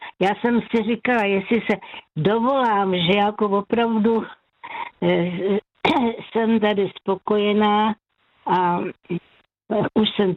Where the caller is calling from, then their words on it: Pardubice Region, Czechia; also born or lived in Prague; Od Pardubic.